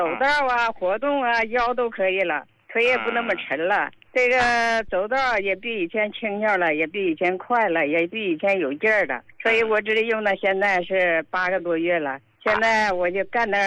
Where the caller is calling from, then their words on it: Harbin, Heilongjiang, China; 我是哈尔滨的患者。